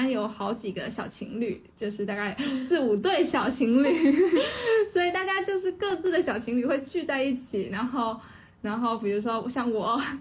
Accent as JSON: {"language": "Chinese", "country": "Taiwan"}